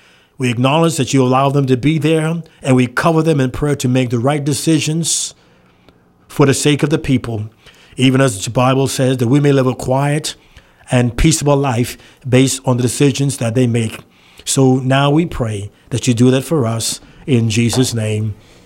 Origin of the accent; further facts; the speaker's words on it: Minneapolis, Minnesota, United States; I remember growing up in Minneapolis